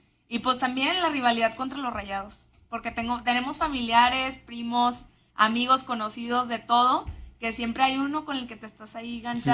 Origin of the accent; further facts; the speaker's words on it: Monterrey, Nuevo León, Mexico; yo creo que desde que estaba chiquita, y a todos los que nacimos, crecimos aquí en Monterrey